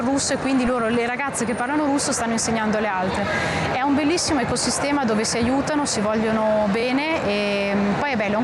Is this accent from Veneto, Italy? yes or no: no; Varese, Lombardy, Italy; moved away as an adult; also born or lived in Milan / Lugano; now in Jerusalem, Israel; sono originaria di Varese, quindi ho studiato a Varese, poi al Conservatorio Verdi di Milano, poi a Lugano ho fatto le mie lauree di musica